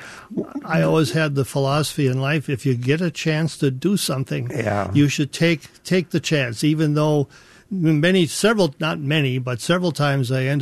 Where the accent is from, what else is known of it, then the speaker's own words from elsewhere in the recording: Rubicon, Wisconsin, United States; moved away; I'm just from Rubicon